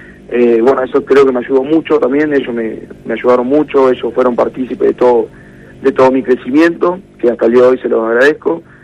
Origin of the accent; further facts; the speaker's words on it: Santa Fe, Argentina; de Santa Fe, Barrio Roma. Nací, me crié ahí y sigo viviendo en el barrio. Difícil de pegarse de ese lugar.